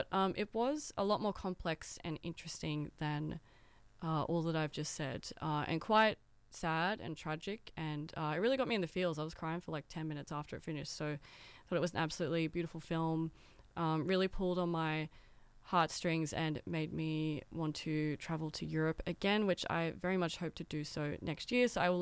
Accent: Newcastle, New South Wales, Australia; I grew up in Newcastle.

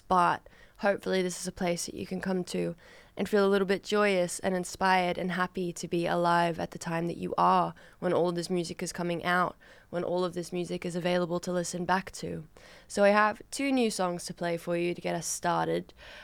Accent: Australia; accent: Australian; if you cannot tell from my accent and my overall disposition, I'm Australian, I'm based in Australia, based in so-called Sydney, currently operating in FBI studios on unceded Gadigal land.

